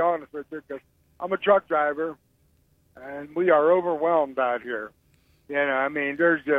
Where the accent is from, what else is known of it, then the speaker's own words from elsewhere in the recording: Youngstown, Ohio, United States; moved away; I'm from Youngstown originally.